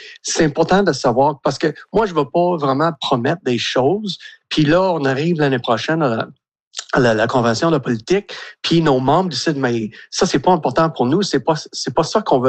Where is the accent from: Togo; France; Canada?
Canada; Petit-Cadillac, Quebec; now in Mascouche, Canada; moi, je suis natif de Petit-Cadillac, puis même dans les années 70-80, un petit village de 15-5 personnes